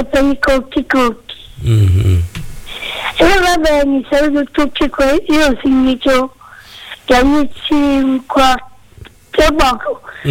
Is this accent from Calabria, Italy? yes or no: yes; Rossano, Calabria, Italy; Sono di Rossano, sono quello di Elia, no.